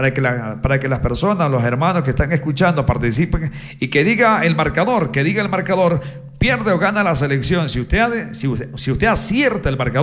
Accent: Ecuador; somos ecuatorianos

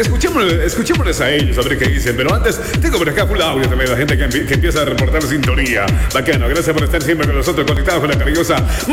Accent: Yantzaza, Zamora-Chinchipe, Ecuador; desde Yanzaza, mi tierra hermosa

